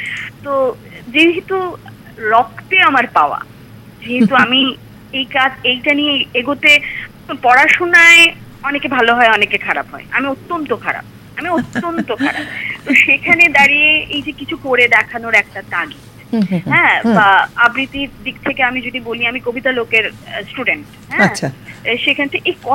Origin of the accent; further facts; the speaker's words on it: Agartala, Tripura, India; আমাদের আগরতলাতে, আমাদের ত্রিপুরাতে